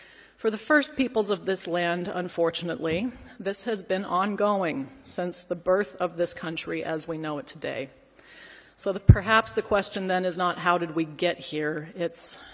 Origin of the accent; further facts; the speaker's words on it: United States; I'm from the Blackfeet and Nez Perce Nations.